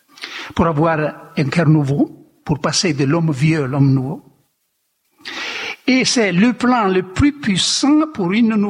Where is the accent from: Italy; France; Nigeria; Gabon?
Italy; central Italy; moved away; Dans ma région, je suis de l'Italie centrale.